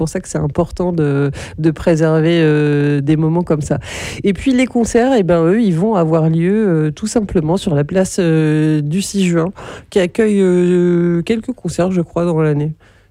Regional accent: Normandy, France; puisque moi, quand j'ai grandi dans l'Orne, en fait, il n'y avait pas grand-chose.

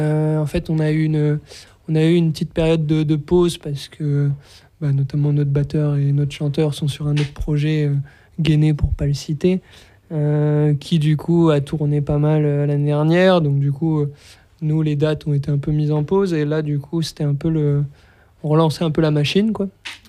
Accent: Saint-Lô, Normandy, France; musicalement, en fait, on vient de Saint-Lô. Alors pour là, ça se voit pas parce que Simon vient pas de Saint-Lô, mais tous les membres du groupe viennent de Saint-Lô.

